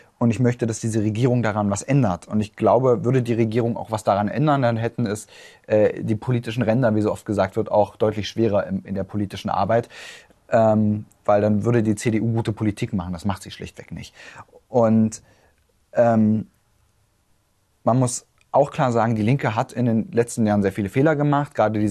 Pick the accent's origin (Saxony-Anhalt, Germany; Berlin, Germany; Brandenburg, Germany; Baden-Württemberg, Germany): Saxony-Anhalt, Germany; ich bin im Dorf aufgewachsen, was nach wie vor von der Braunkohle bedroht ist, was immer noch als Bedarfsfläche für den Abbau vorgesehen ist.